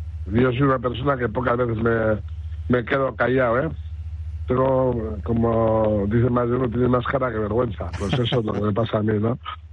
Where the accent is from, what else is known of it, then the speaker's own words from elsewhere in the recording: Sopelana, Basque Country, Spain; yo al final soy de Sopet, toda la vida viéndolo, uh-huh. Me gustaba la montaña, el mar también, evidentemente siendo de Sopet.